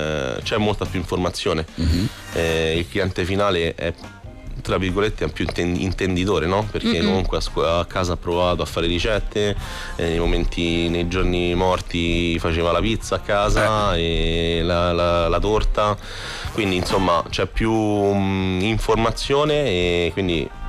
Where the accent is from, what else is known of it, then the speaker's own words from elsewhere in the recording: Frosinone, Lazio, Italy; io anche che vengo da Frosinone